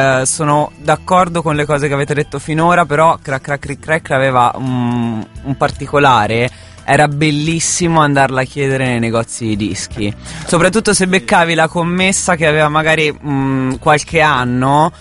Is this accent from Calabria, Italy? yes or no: no; Perugia, Umbria, Italy; sono cresciuta a Perugia